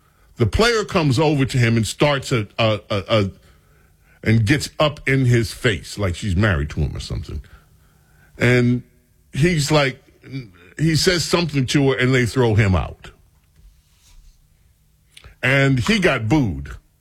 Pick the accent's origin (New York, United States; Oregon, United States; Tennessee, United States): New York, United States; St. Albans; born or raised there